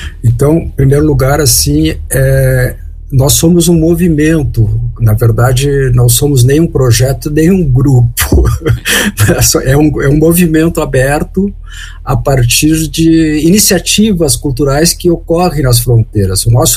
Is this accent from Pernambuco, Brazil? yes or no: no; Santana do Livramento, Rio Grande do Sul, Brazil; also born or lived in Florianópolis / Porto Alegre / Barcelona; now in Brasília, Brazil; Eu sou de Santana Livramento, fronteira com Rivera, né? Então, hoje eu moro em Brasília, já morei em Florianópolis, já morei em Porto Alegre e agora eu já estou aposentado morando em Brasília